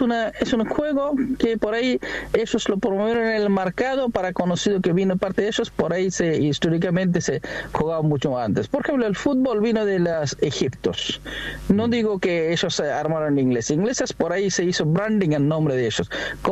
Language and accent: Spanish; Bangladesh; now in Argentina